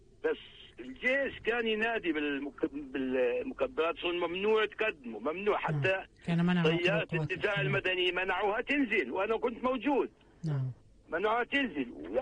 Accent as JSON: {"language": "Arabic", "region": "West Bank", "country": "Palestine"}